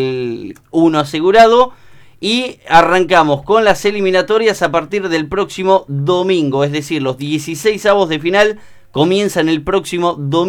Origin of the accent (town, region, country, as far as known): Argentina